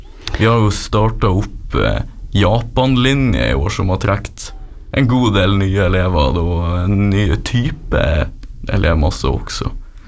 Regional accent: Northern Norway, Norway; Jo, til dels nordlending, ja.

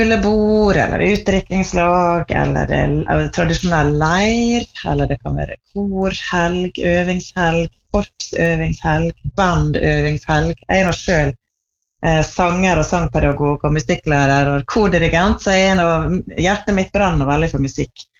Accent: Tresfjorden, Møre og Romsdal, Norway; born or raised there

